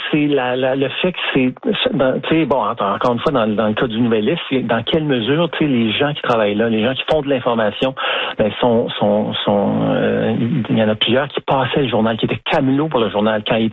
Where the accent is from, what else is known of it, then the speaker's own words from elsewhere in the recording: Montreal, Quebec, Canada; faut que je dise que je suis un Montréalais.